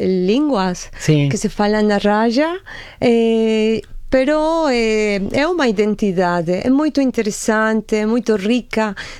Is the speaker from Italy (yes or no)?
yes; Italy; also born or lived in Bogotá, Colombia; Mas cresci em Itália.